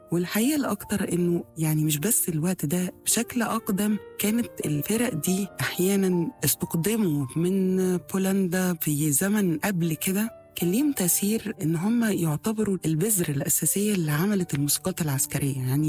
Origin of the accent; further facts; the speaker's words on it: Egypt; بالنسبة لنا احنا كمصريين